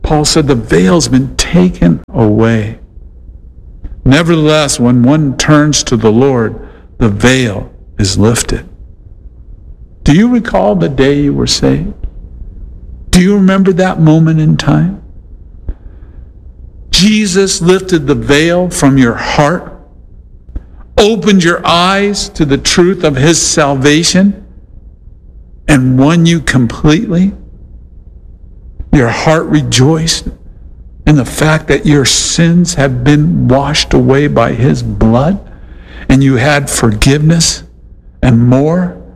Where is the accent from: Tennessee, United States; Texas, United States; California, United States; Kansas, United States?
California, United States; Norwalk; born there; back in our house in Norwalk all those years ago.